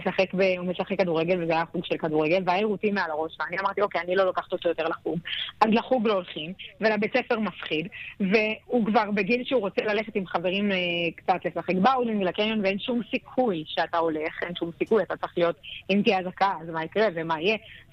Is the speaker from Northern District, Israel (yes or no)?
yes; Kiryat Shmona, Northern District, Israel; אני נולדתי וגדלתי בקריית שמונה, ואני מחוברת לעיר ומחוברת לתושבים שלה.